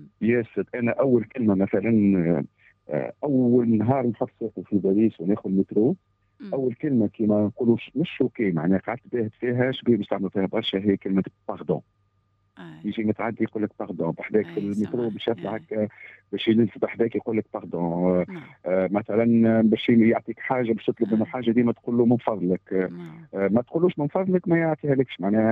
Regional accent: Tunisia; moved away as an adult; now in France; انا ديما نقول لهم انا تونسي واصلي تونسي وعربي ومسلم وافتخر.

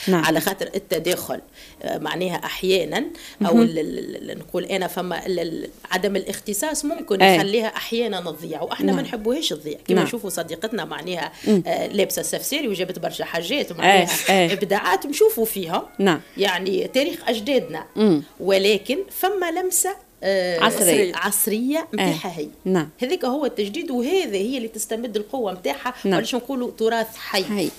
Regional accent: Tunisia; عندنا 24 ولاية

